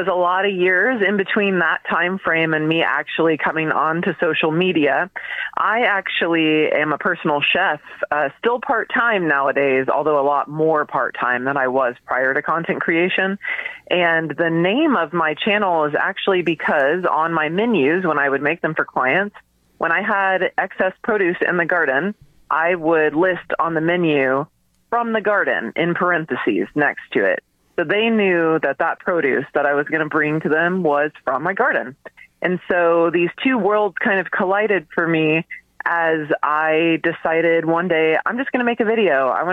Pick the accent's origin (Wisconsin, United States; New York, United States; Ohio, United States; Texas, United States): Texas, United States; I am born and raised in Texas. Now, I have lived all over Texas, and Texas is so big. The climate, I've lived off the coast, and I've lived in northeast Texas, but where I've lived the longest is in central Texas